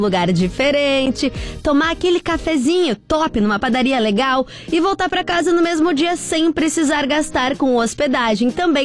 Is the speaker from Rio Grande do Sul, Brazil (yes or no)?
yes; Pinheiro Machado, Rio Grande do Sul, Brazil; porque eu sou de Pinheiro Machado. Aí quando tinha feriadão, vinha com a minha família fazer o quê? Passar o dia aqui em Pelotas, que era a cidade grande que tinha perto da minha cidade